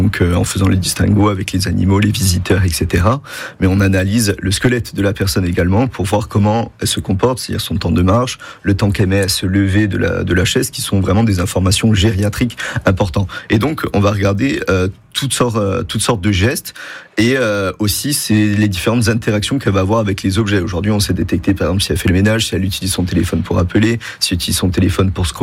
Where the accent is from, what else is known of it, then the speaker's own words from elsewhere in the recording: Ajaccio, Corsica, France; j'ai dit je rentre chez moi, à Ajaccio, pour un projet familial, bien sûr, avec ma femme